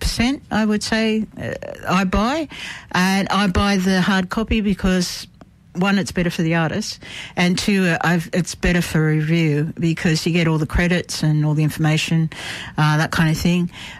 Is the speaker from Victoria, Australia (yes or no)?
no; Tamworth, New South Wales, Australia; also born or lived in Central Coast, New South Wales; I was raised in Tamworth and on the Central Coast of New South Wales. So Adam Harvey always says to me that I was raised in the two hillbilly heavens, so in Australia.